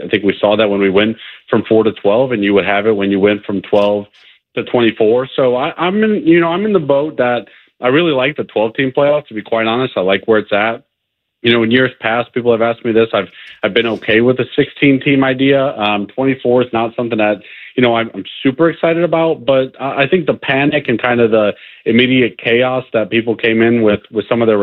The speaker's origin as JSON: {"language": "English", "region": "Indiana", "country": "United States", "tie": "born or raised there", "said": "You know, funny enough, I grew up in Indiana, but I grew up Northwest Indiana."}